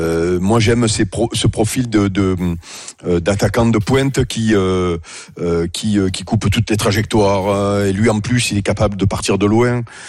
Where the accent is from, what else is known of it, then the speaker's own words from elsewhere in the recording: France; Oui, bah, on est français, on préfère Mbappé